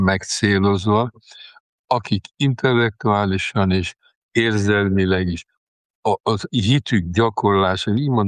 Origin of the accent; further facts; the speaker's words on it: Sopron, Győr-Moson-Sopron, Hungary; de hát én soproni vagyok